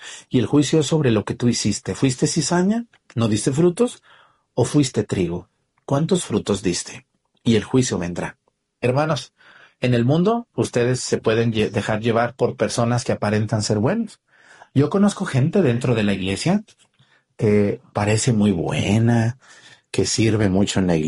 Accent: Mexticacán, Jalisco, Mexico; ustedes pueden ir a Mexticacán, mi pueblo

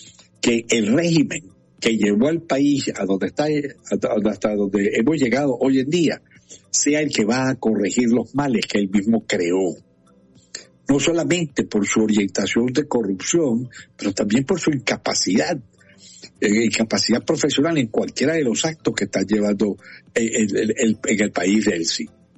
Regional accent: Venezuela; los venezolanos recordemos

